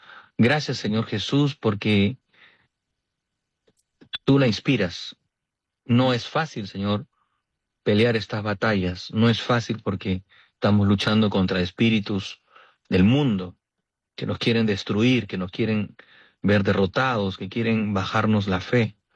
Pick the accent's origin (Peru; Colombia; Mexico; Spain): Peru